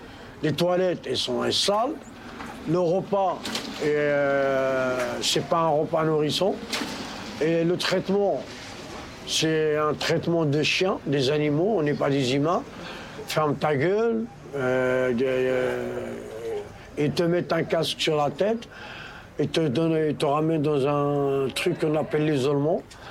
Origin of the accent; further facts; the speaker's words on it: France; pourtant je suis français. Toute ma famille sont françaises.